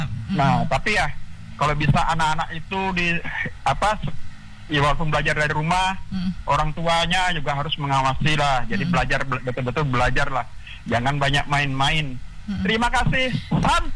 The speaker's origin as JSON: {"language": "Indonesian", "town": "Kutai Barat", "region": "East Kalimantan", "country": "Indonesia", "said": "kami dari Kutai Barat ini mau ke Samarinda hanya melewati satu kabupaten jalur, aja"}